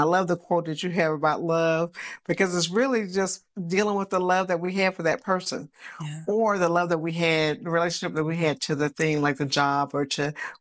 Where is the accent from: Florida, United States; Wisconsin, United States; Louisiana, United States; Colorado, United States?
Louisiana, United States; New Orleans; moved away; that's why New Orleans is my baby. Like, I'm always going to put NOLA first, you know, because that's my hometown.